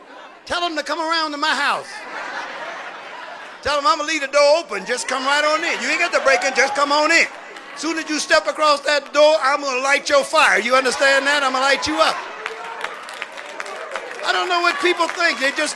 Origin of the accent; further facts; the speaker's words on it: Oakland, California, United States; I'm from West Oakland.